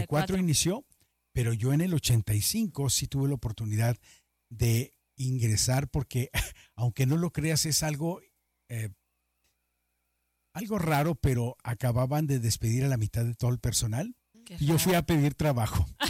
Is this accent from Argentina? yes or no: no; Ciudad Juárez, Chihuahua, Mexico; Que por cierto, yo nací en Chihuahua, pero la verdad es de que crecí en Ciudad Juárez.